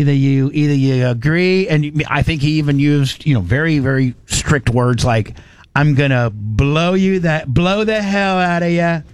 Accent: United States

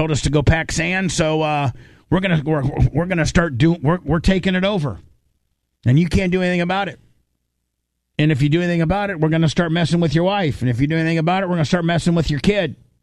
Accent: United States; we're from American and we're called Americans?

